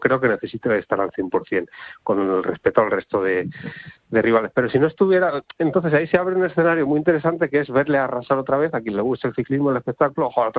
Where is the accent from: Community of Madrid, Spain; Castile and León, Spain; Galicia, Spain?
Castile and León, Spain; Segovia